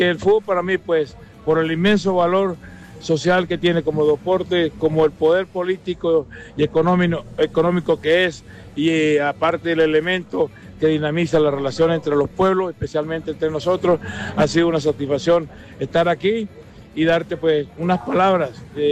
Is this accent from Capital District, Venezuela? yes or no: no; Mérida, Venezuela; also born or lived in La Guaira; Nací en La Guaira, me crié en Mérida, mi mamá es de los pueblos del sur, mi papá es de allá de La Sabana, donde nacen esos grandes beisboleros, y me fui a Mérida, me eduqué